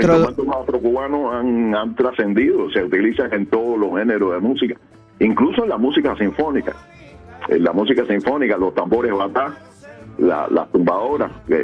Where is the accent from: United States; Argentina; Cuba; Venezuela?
Cuba; born there; Y en general yo estoy muy orgulloso de haber nacido en mi país, y de haber luchado durante tantos años para preservar la cultura de mi país